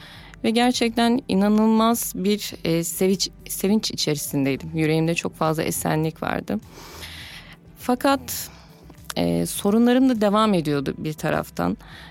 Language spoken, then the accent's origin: Turkish; Sivas, Turkey; 35 yaşındayım. Sivaslıyım.